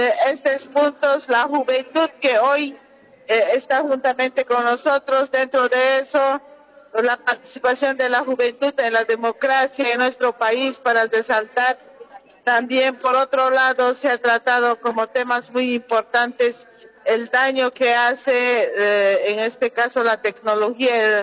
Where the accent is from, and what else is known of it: Bolivia